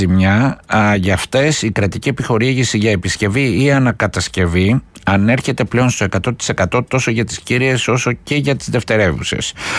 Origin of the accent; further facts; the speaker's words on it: Vyronas, Attica, Greece; ως Βυρονιώτης και εγώ, με αγάπη ιδιαίτερη στην πόλη μου